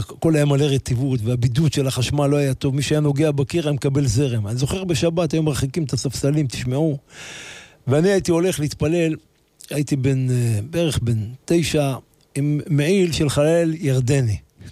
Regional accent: Jerusalem, Jerusalem District, Israel; אני גדלתי בבוכרים, אתם יודעים, השכונות שם זה שכונות שנבנו לפני 140 שנה, 130 שנה, 150 שנה. הייתי גר בבית ישן מאוד

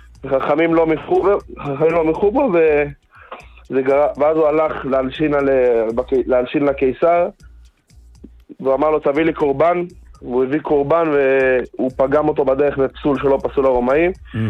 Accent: Jerusalem, Jerusalem District, Israel

